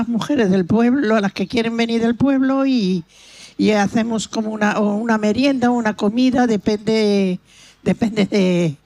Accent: Madrid, Community of Madrid, Spain; now in Las Ventas de San Julián, Spain; llevo aquí 28 años, porque yo tampoco soy de aquí, soy de Madrid. Me han acogido muy bien en este pueblo, estoy muy contenta y tengo una casa aquí.

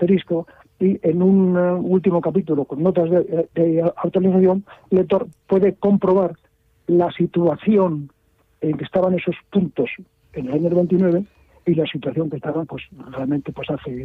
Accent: Burgos, Castile and León, Spain; en Burgos, que es mi tierra

